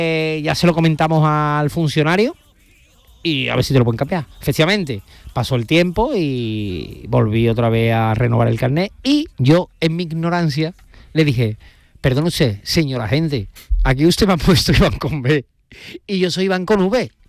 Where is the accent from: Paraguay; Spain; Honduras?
Spain; Alcalá de Guadaíra, Andalusia; also born or lived in Seville; Yo nací en el Virgen del Rocío, pero bueno, mi residencia está en Alcalá de Guadaira desde pequeño. Soy alcalareño, sevillano y alcalareño.